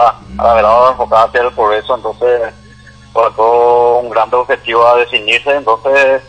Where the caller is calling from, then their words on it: Paraguay; como buen paraguayo